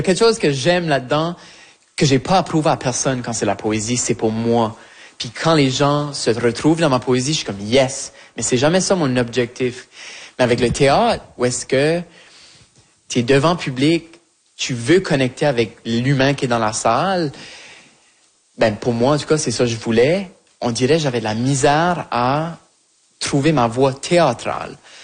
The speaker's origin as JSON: {"language": "French", "town": "Shediac", "region": "New Brunswick", "country": "Canada", "also_born_or_lived": "Moncton", "accent": "Acadian", "moved": "yes", "lives_now": "Montreal, Canada", "said": "moi je viens de Shediac"}